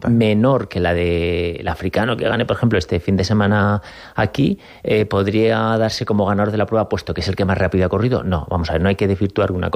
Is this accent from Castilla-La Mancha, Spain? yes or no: yes; Albacete, Castilla-La Mancha, Spain; todos los que somos de Albacete